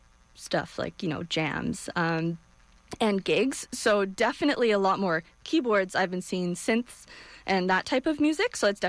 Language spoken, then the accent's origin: English; Edmonton, Alberta, Canada; So I grew up in the Edmonton area, mm-hmm. in Alberta.